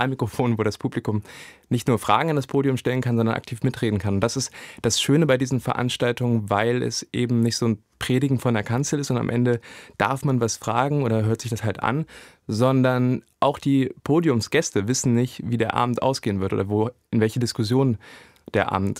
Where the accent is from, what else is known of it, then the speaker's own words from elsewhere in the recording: Wernigerode, Saxony-Anhalt, Germany; born there; In Sachsen-Anhalt sind wir in 18 Tagen in 16 verschiedenen Städten, unter anderem auch meiner Geburtsstadt Wernigerode, auf die ich mich ganz besonders freue